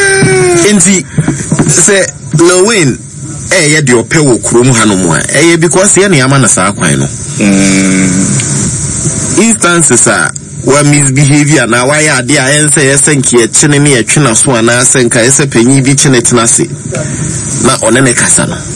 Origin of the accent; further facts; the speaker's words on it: Ghana; I blame as Ghanaian